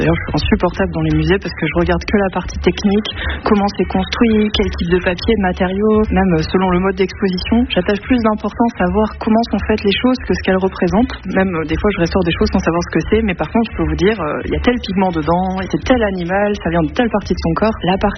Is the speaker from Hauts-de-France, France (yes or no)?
yes; Hauts-de-France, France; comme je viens du Nord